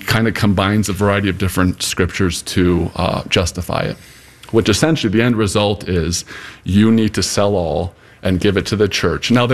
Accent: Canada; moved away; I came from Canada. My siblings came down from Canada to join me later to work as well.

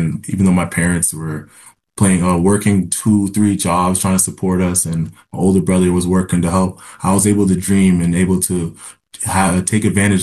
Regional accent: New Hampshire, United States; And eventually we were resettled with the help of the UNHCR into America, where I grew up in New Hampshire

